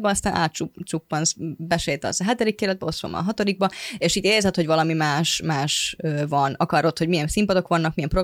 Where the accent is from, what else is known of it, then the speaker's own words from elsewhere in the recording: Finland; Hungarian is a second language; now in Hungary; az lehet azért, mert a Finnországból származok, és ezért országból vagyunk, és így Magyarországon